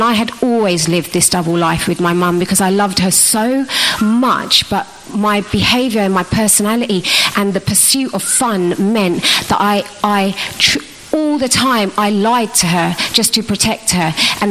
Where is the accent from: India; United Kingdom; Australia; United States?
India; But I was aware that as an Indian girl, I was aware that the only way my parents were ever going to let me stay out of home was if I had an education, because in the Indian culture